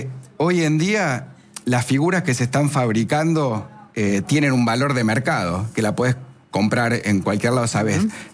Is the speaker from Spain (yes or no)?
no; Burzaco, Buenos Aires Province, Argentina; Somos oriundos de Bursaco, zona sur. Después nos fuimos mudando a diferentes lados.